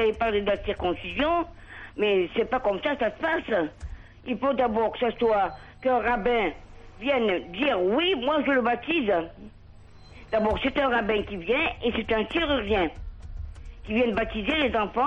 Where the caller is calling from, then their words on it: Montpellier, Occitanie, France; de Montpellier.